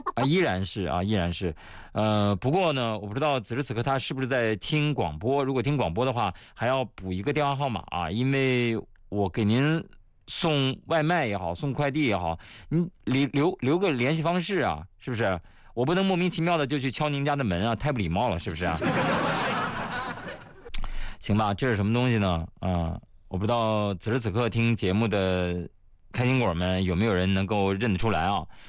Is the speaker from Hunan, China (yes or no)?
no; Shanxi, China; moved away; 就是我老家的山西老陈醋